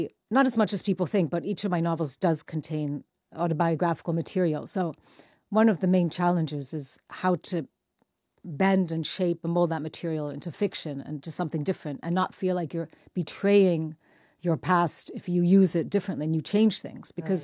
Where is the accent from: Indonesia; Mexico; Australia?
Mexico; moved away as an adult; also born or lived in United States; now in United Kingdom; I left Mexico when I was 17, although I go back several times a year because my parents are still there and home is still there.